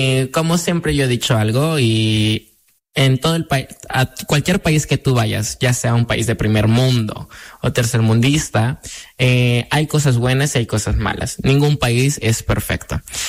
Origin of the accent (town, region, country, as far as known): El Salvador